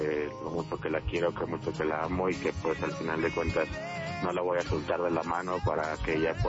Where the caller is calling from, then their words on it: Atizapán de Zaragoza, State of Mexico, Mexico; Desde Atizapán de Zaragoza.